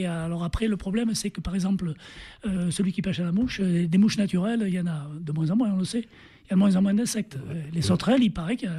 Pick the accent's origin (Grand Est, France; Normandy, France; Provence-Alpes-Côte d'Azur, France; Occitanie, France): Provence-Alpes-Côte d'Azur, France; Marseille; moved away; also born or lived in Ardèche; Moi j'habite à Marseille à l'époque